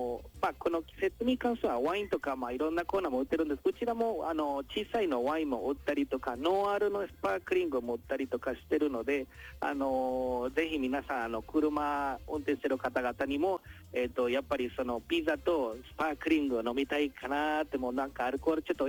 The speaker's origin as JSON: {"language": "Japanese", "country": "Colombia", "tie": "born or raised there", "moved": "yes", "lives_now": "Ibaraki, Japan", "said": "僕としてはコロンビア出身になっておりますので、"}